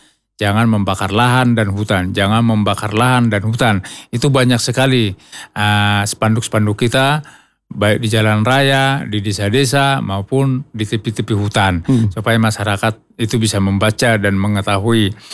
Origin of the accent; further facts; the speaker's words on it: Sumatra, Indonesia; saya kan berasal dari Sumatera.